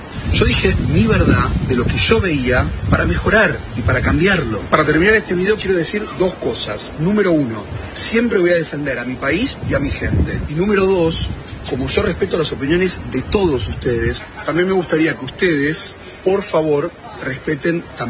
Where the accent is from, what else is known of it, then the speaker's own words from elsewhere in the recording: Argentina; autocrítica como argentino